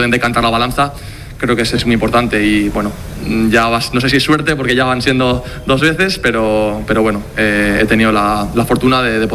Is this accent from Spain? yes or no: yes; Navarre, Spain; Yo soy muy navarro, muy de mi tierra y me encanta pasar cada día allí.